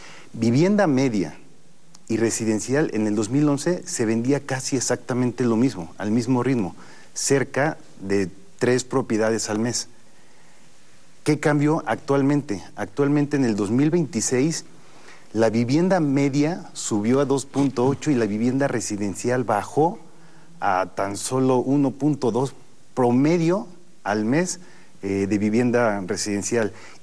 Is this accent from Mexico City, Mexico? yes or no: yes; Mexico City, Mexico; moved away as an adult; now in Puebla, Mexico; Yo soy de la Ciudad de México y fui a Puebla hace 15 años